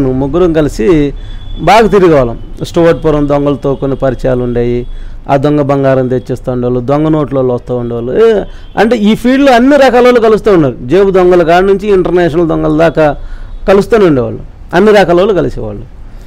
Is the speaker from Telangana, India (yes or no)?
no; Andhra Pradesh, India; పొన్నూరు నుంచి 2 కిలోమీటర్లు నాలుగు, మా ఊరు రెడ్డిపురాలు